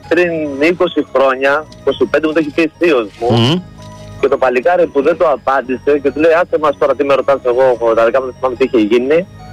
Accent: Petroupoli, Attica, Greece; από την Πετρούπολη.

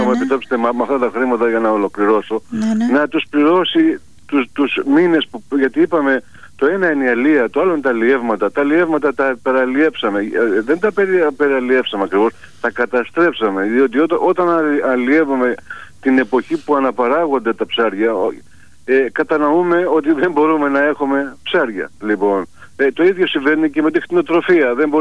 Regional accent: Ikaria, North Aegean, Greece; Φανταστείτε, εγώ τώρα είμαι από την Ικαρία, ταξιδεύω σε όλο το Αιγαίο πόσα χρόνια εδώ πέρα.

